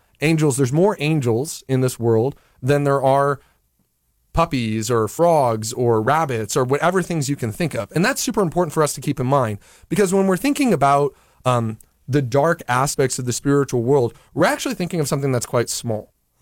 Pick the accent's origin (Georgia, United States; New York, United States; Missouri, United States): Missouri, United States; St. Louis; And I'm from St. Louis, Missouri, and I'm from North County, and there's a little bit of street cred there.